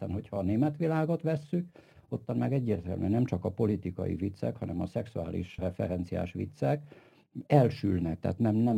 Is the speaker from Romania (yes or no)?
yes; Transylvania, Romania; És mi, mint erdélyiek, szerintem egy furcsa helyt vagyunk, mert itten összefolyt magyar, román, szláv, német, lengyel humor, zsidó humor